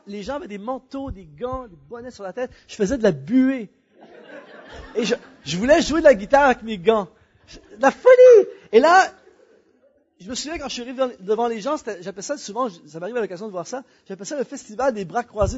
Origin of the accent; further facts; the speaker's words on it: Canada; Je suis retourné chez nous au Canada.